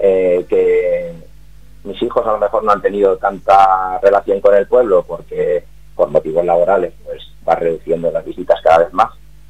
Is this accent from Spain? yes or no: yes; Valladolid, Castile and León, Spain; born there; also born or lived in Guijuelo; nací en Valladolid, a todo el mundo que me pregunta siempre me dice, no, ¿tú de dónde eres? Tal, porque pues eso, cuando vas moviéndote por los diferentes sitios, siempre digo, no, yo soy de Guijuelo